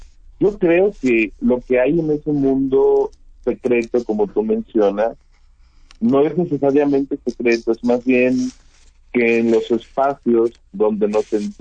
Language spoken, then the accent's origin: Spanish; Zapotlán el Grande, Jalisco, Mexico; Yo soy del sur de Jalisco, nací en Zapotlán el Grande, en el 96, entonces me tocó como una etapa de transición en la que el municipio era mucho más conservador para cuestiones como la homosexualidad